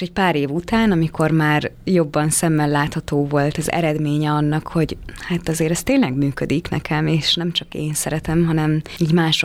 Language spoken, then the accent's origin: Hungarian; Ajka, Veszprém County, Hungary; moved away as an adult; now in Budapest, Hungary; én 18 évesen költöztem fel Budapestre. Kerestem magamat. Vidéken éltem egyébként, Ajkán egy kisvárosban, ahol nem volt túl sok opció